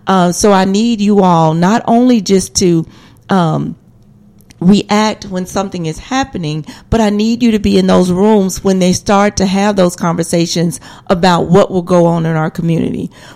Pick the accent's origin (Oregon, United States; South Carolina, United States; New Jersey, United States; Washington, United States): South Carolina, United States; I grew up in South Carolina, so I saw a lot of the things that that the caller spoke of.